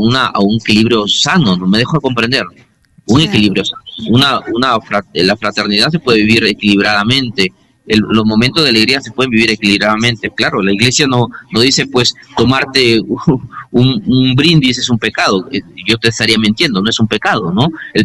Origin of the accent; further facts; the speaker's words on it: Peru; somos así los peruanos